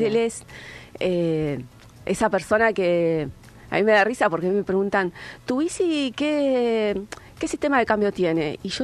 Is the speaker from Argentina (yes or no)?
yes; Bahía Blanca, Buenos Aires Province, Argentina; born there; now in Puerto Madryn, Argentina; yo soy nacida en Bahía